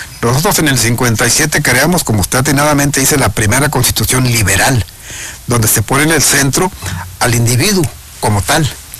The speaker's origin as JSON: {"language": "Spanish", "country": "Mexico", "said": "nosotros como mexicanos decidimos construir un país."}